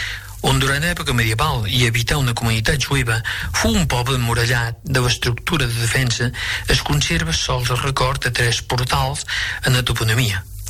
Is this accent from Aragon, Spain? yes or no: yes; Aragon, Spain; Jo, que m'he criat en la Franja de Ponent